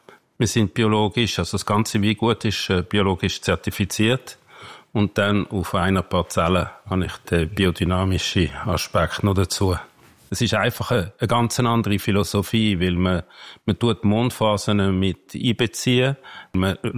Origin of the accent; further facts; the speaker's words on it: Herliberg, Zurich, Switzerland; also born or lived in Basel; Und aufgewachsen in Herliberg, tatsächlich an der Goldküste, ab ganz oben. In Wetzwil in die Schule. Das ist sehr ländlich gewesen.